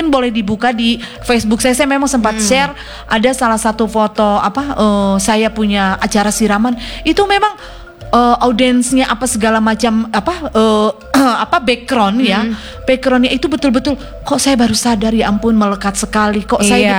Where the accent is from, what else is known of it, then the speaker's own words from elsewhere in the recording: West Java, Indonesia; Dan kebetulan kan, Ibu RRI ini kan kebetulan dari suku kita, suku Sunda.